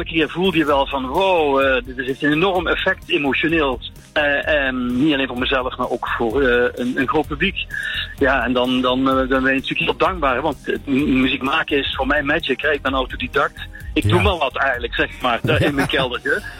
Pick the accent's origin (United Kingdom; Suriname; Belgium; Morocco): Belgium; Limburg; also born or lived in Sittard, Netherlands; ik ben geboren in Sittard, maar ik ben opgegroeid in Belgisch Limburg. Ja. Dus ik ben een beetje de best of both worlds.